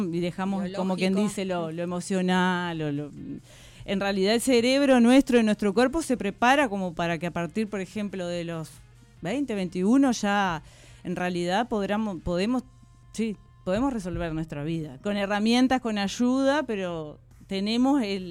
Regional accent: Florida, Uruguay; moved away as an adult; now in La Paloma, Uruguay; yo no me mudé hace 2 años acá y veo la diferencia de... Bueno, yo vivo en Maldonado, Montevideo, y en realidad soy de Florida.

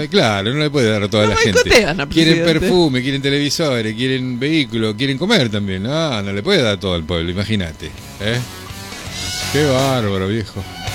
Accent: Argentina

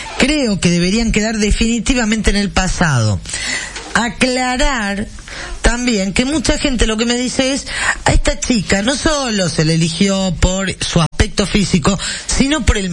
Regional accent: Argentina; Somos un pueblo abierto a que venga cualquiera y nos gusta que así sea.

